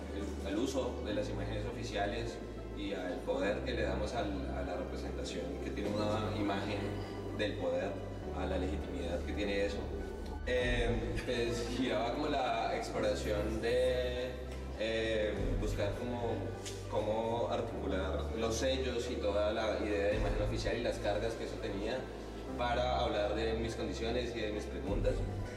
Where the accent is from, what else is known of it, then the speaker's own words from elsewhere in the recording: Colombia; soy colombiano y estoy aquí hace unos 4 años, de este año.